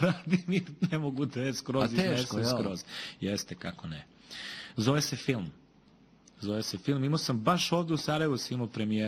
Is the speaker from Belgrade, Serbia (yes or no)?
yes; Belgrade, Serbia; ja sam iz Beograda.